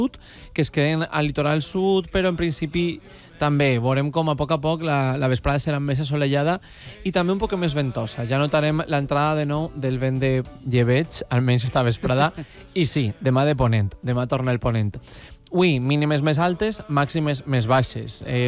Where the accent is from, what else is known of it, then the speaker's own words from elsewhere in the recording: Valencian Community, Spain; Jo ja saps que som d'interior i jo sempre tiré pa casa.